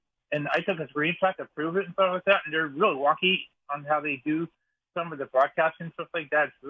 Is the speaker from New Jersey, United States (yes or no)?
yes; New Jersey, United States; Yeah, I'm from New Jersey, North New Jersey, yep.